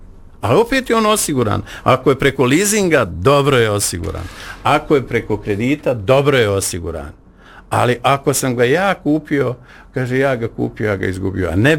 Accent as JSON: {"language": "Bosnian", "country": "Bosnia & Herzegovina", "said": "Ja sam čovjek Bosanac koji želi ovdje život kreirati i ovdje pričati o pričama."}